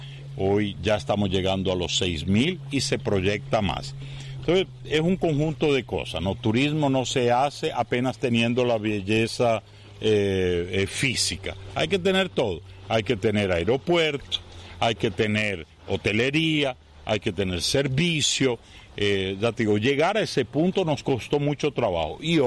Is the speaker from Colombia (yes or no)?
yes; Barranquilla, Atlántico, Colombia; now in Palmas, Brazil; mi ciudad natal